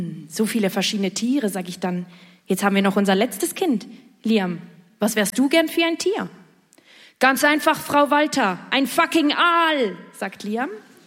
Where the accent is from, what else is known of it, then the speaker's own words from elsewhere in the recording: Switzerland; Ich komme aus der Schweiz